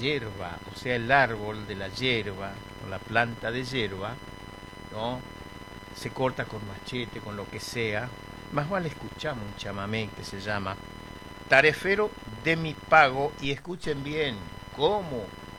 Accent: Presidencia de la Plaza, Chaco, Argentina; moved away; Saludo para mi gente de Presidencia de la Plaza, mi pueblo allá en el Chaco.

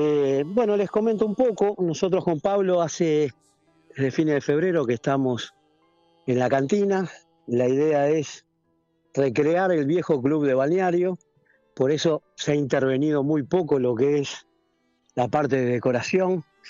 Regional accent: La Pedrera, Rocha, Uruguay; yo no soy de Costa Azul, soy más del lado de La Pedrera, de Punta Rubia

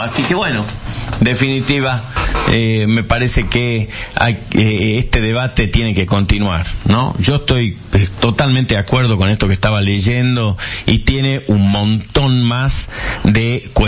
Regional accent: Argentina; los argentinos vamos a Europa y somos sudacas

